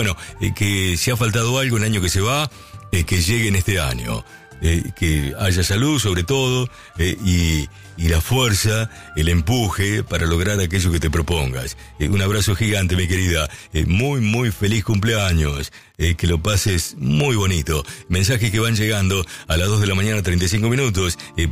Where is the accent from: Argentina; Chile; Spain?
Argentina; Y como argentinos, ¿qué debemos aprender? Debemos aprender a ser más tolerantes.